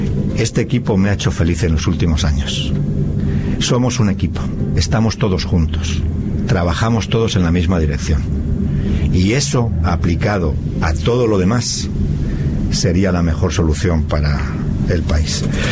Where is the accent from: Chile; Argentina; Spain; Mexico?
Spain; Yo quiero decir, como español